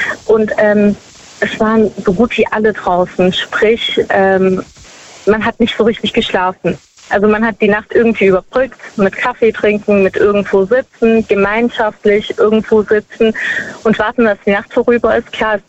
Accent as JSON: {"language": "German", "region": "Baden-Württemberg", "country": "Germany", "said": "Ich komme aus der Nähe von Stuttgart."}